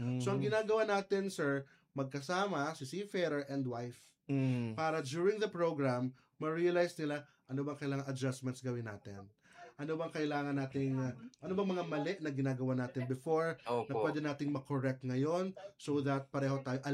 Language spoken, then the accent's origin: Tagalog; Panaon, Northern Mindanao, Philippines; Originally from Panaon, Misamis Occidental.